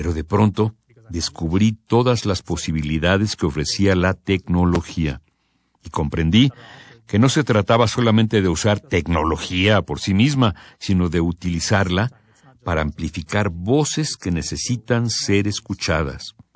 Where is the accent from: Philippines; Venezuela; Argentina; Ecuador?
Philippines; Spanish is a second language; Soy filipino, soy asiático del sudeste, tenemos otra manera de percibir el mundo.